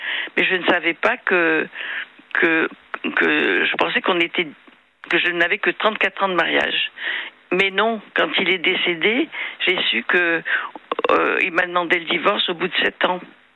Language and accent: French; Madagascar; moved away as an adult; now in Bouvines, France; je suis pas malgache. Enfin, je suis née à Madagascar. Mmh. Hein, je vais vous dire, je suis née à Madagascar, mais de parents mauriciens.